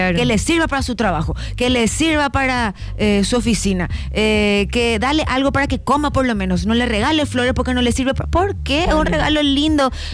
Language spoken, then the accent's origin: Spanish; Luque, Central, Paraguay; born there; moved away; cuando vivía en Luque